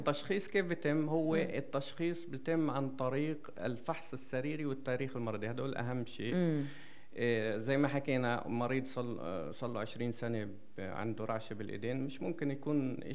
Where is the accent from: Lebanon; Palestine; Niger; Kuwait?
Palestine; في فلسطين أكيد إحنا